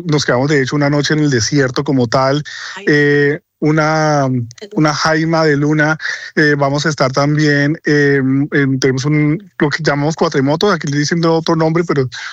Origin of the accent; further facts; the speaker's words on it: Huila, Colombia; born there; moved away; Sí, es mi tierrita, ya, ese claro. Sí lo conozco perfectamente.